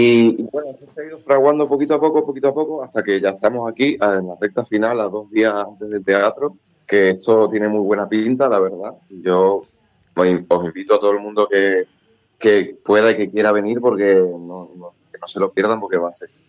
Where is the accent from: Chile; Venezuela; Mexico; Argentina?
Argentina; Mendoza; Yo empecé muy de chico aquí, empecé con tres o cuatro años con Ana María Guado de Renma. Una profesora de flamenco de las primeras que ha habido aquí en Mendoz